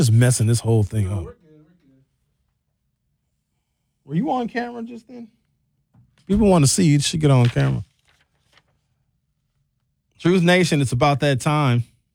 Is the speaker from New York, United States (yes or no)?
no; Brown Deer, Wisconsin, United States; I grew up in Brown Deer in the 1980s, where there's not a lot of black people, a lot of white folks, but a variety of white people.